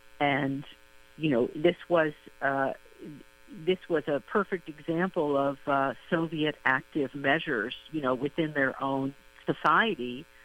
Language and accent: English; United States; I went there the first time when I was 22 years old as an American foreign exchange student.